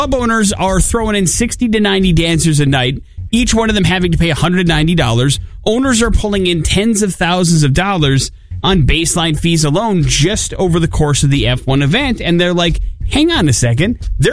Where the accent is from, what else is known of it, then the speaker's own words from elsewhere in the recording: Wisconsin, United States; growing up in Wisconsin